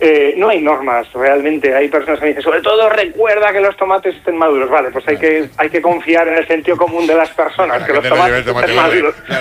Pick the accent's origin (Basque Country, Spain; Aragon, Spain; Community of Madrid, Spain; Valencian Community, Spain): Aragon, Spain; soy un aragonés integrado.